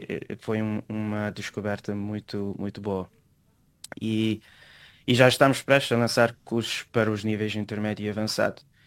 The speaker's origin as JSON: {"language": "Portuguese", "area": "Sal Island", "region": "Sal", "country": "Cape Verde", "moved": "as an adult", "lives_now": "United States", "said": "E eu sou da Ilha do Sal."}